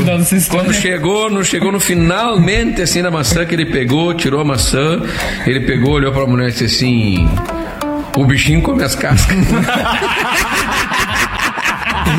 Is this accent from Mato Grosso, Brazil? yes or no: no; Rio Grande do Sul, Brazil; Diz que o gaúcho, apesar de a gente conhece Porto Alegre, a gente é do Rio Grande do Sul, né?